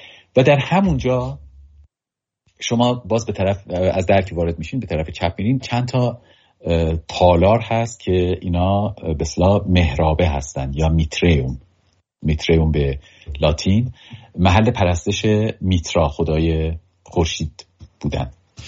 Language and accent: Persian; Iran; به عنوان یک ایرانی